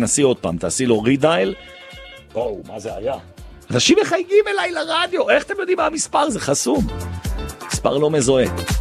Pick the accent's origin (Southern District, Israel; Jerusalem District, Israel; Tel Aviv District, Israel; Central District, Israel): Jerusalem District, Israel; Jerusalem; תגיד לי, דוגרי, אני ואתה, ירושלמי לירושלמי.